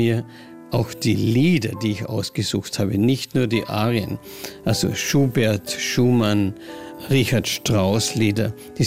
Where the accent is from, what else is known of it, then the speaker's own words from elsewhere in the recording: St. Veit an der Glan, Carinthia, Austria; der jetzige Burgherr, der Alfred Riedl, ist mit mir aufgewachsen in St. Veit an der Glan.